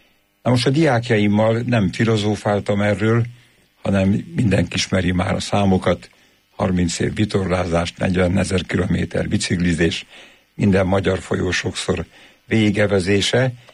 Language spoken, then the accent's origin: Hungarian; Pest, Hungary; És akkor utána egy gyönyörű kis faluban nevelkedtem Tápiósújban, ott volt közel az erdő